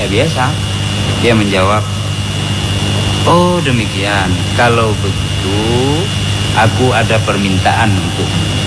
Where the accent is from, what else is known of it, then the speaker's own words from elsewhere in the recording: Aceh, Indonesia; dipok-pok bahasa kita orang Aceh, tertidur istri.